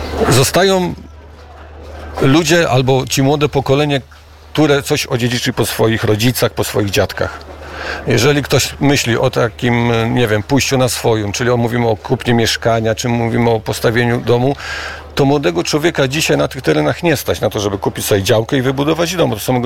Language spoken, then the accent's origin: Polish; Władysławowo, Pomeranian Voivodeship, Poland; born or raised there